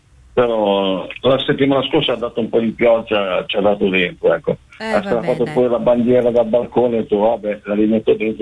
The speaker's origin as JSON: {"language": "Italian", "region": "Friuli-Venezia Giulia", "country": "Italy", "said": "Però sono originario della provincia del Pordenone."}